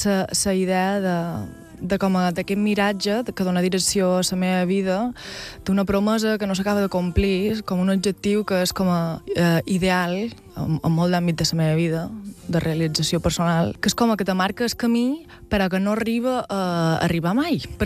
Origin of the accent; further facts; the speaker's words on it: Valldemossa, Balearic Islands, Spain; Sí, som de Vall de Mossa, Vall de Mossa, no sé què, no sé quantes.